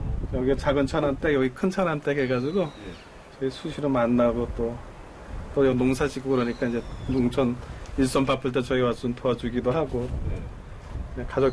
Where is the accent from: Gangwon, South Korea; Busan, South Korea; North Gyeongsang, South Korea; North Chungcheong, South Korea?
Gangwon, South Korea; Sokcho; moved away; 저는 이제 고향이 속초라서 바닷가에 많이 봤었는데